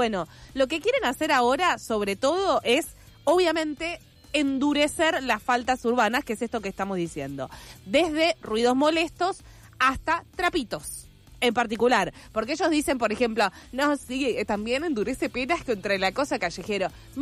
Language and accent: Spanish; Buenos Aires, Argentina; soy del barrio de Flores, hay mucha gente viviendo en la calle